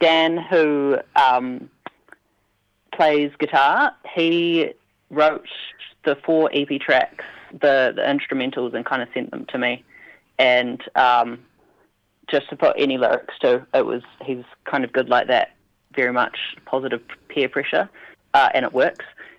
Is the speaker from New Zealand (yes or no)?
yes; Whangarei, Northland, New Zealand; now in Palmerston North, New Zealand; I am currently based in Palmerston North. Yeah. I'm from Whangarei, though.